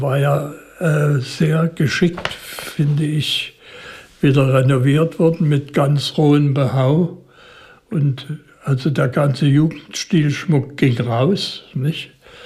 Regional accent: Dresden, Saxony, Germany; Und zum Maler ging man als Dresdner vielleicht nicht so häufig als zu Mozart.

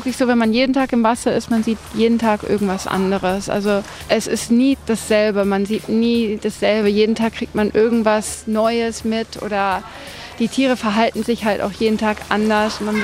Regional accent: Spain; moved away as an adult; also born or lived in Austria; meine Mutter ist Deutsche, mein Vater ist Spanier. Wir sind in Spanien halt aufgewachsen. Mein Bruder und ich sind aber auf die deutsche Schule gegangen in Spanien. Und ich habe dann im Endeffekt in Österreich studiert

